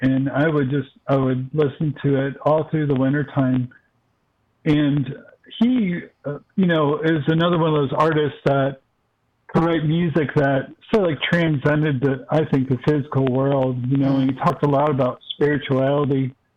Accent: Rochester, United States; Growing up in Rochester, I would walk all the time in the woods in the middle of winter.

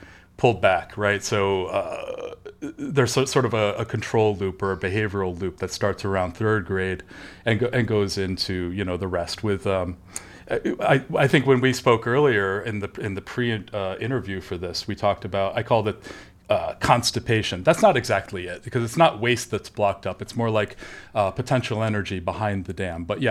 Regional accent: Albany, New York, United States; I grew up in the 1980s, and in the K-12 system in the U.S., I grew up around the Albany area in cow country.

